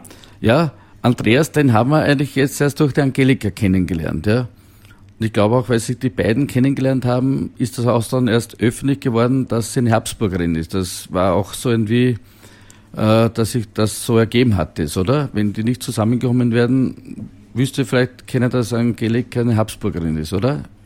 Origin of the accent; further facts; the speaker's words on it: Austria; wie wir als Österreicher gekommen sind